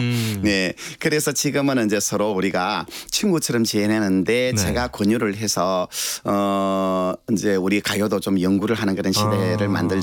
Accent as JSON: {"language": "Korean", "town": "Uiryeong", "region": "South Gyeongsang", "country": "South Korea", "tie": "born or raised there", "said": "특히 또 제 고향에서 매년 이렇게 개최되고 있는"}